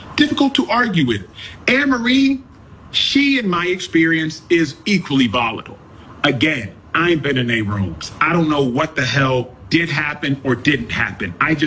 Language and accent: English; Nigeria; because obviously I'm Nigerian.